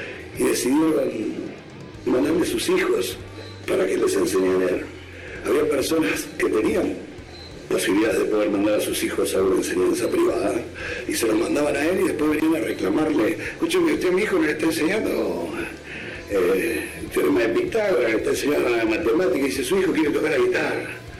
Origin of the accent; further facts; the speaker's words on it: San Justo, Buenos Aires Province, Argentina; Cuando éramos pibes, estuvimos en la Plaza de San Justo